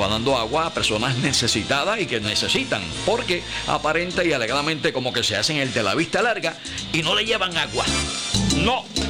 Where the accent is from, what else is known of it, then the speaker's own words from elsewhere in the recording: Sabana Grande, Puerto Rico; mi pueblo Sabana Grande. Ah, mi pueblo Sabana Grande, mi barrio Molina City.